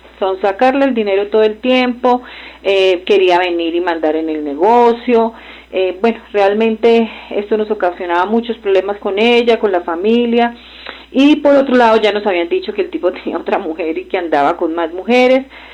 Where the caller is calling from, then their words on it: Sáchica, Boyacá, Colombia; Bueno, estoy llamando de Sáchica.